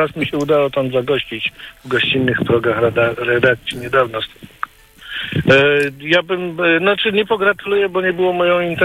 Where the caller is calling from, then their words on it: Gniezno, Greater Poland Voivodeship, Poland; ze spaceru z Gniezna dzwonię.